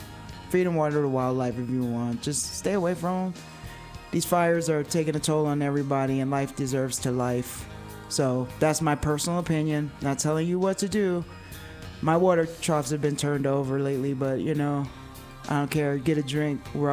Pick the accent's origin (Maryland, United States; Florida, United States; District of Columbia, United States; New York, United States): District of Columbia, United States; Washington; In my hometown, Washington, D.C.